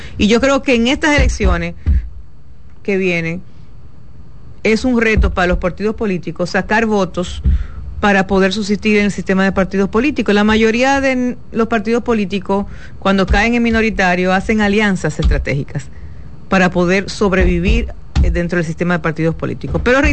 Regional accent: Dominican Republic

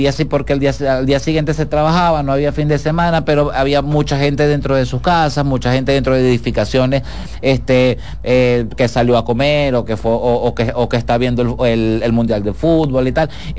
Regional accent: Caracas, Capital District, Venezuela; moved away; Yo soy de San Bernardino, San Bernardino, que queda en el centro de Caracas

